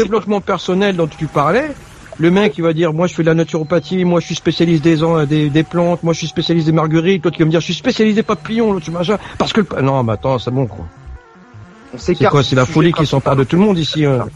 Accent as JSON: {"language": "French", "country": "France", "tie": "born there", "said": "Alors, moi, je suis né en France, donc j'ai pas connu ce que mon père a vécu et mes parents ont vécu."}